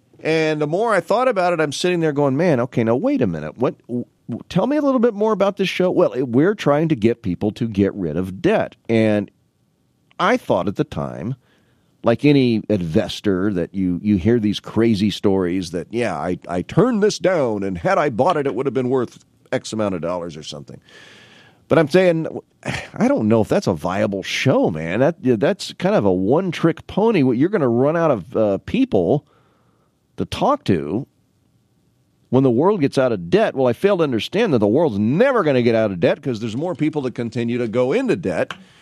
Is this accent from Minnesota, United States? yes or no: no; Peoria, Illinois, United States; where do you work? I'm from Peoria.